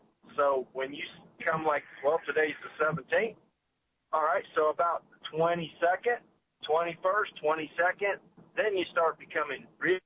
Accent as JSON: {"language": "English", "country": "United States", "tie": "born or raised there", "also_born_or_lived": "Illinois", "moved": "as an adult", "said": "And I moved back from Illinois in 2002. And I have went through more hurricanes then than I ever did when I was a kid growing up down here."}